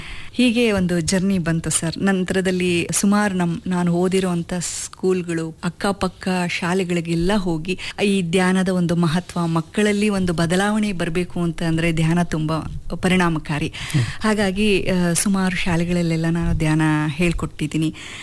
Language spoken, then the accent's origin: Kannada; Kitadala, Karnataka, India; also born or lived in Bengaluru; ಹಾಂ ಸರ್, ನಾನು ಮೂಲತಃ ಹೊಸದುರ್ಗ ತಾಲೂಕು ಕಿಟದಾಳ ಗ್ರಾಮ. ನಾನು ಹುಟ್ಟಿ ಬೆಳೆದಿದ್ದೆಲ್ಲ ಅಲ್ಲೇ.